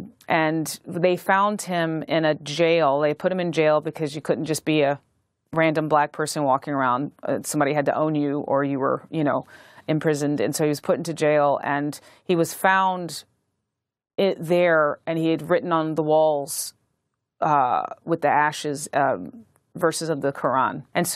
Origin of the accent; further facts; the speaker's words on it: North Carolina, United States; Yeah, I'm from North Carolina, from a mixed family, mixed black and white.